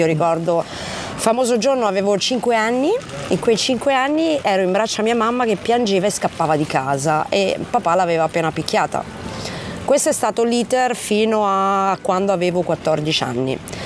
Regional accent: Anguillara Sabazia, Lazio, Italy; born there; also born or lived in Rome; now in Genoa, Italy; io sono nata a Roma nel 1975 e sto in questa famiglia apparentemente normale. Mamma era giovanissima, aveva 17 anni e mio papà ne aveva 21-22. Ci siamo trasferiti poi ad Anguillara Sabazia

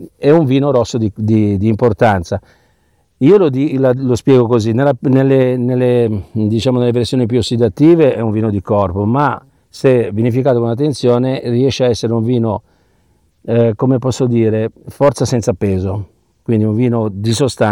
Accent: Genoa, Liguria, Italy; ci aggiungo anche da genovese

